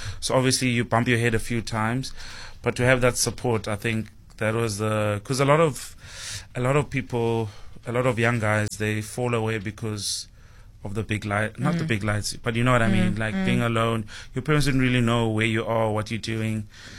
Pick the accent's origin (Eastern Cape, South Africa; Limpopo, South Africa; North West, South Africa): Eastern Cape, South Africa; King William's Town; I think growing up in King Williamstown, we loved rugby in the Eastern Cape